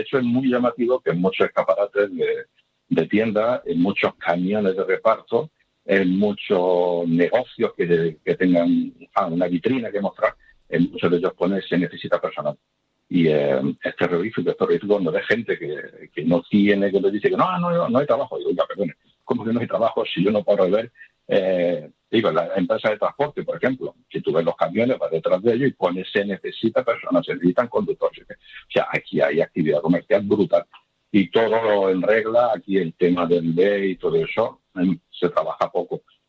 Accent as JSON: {"language": "Spanish", "country": "Spain", "said": "yo soy español y lo llevo a gala."}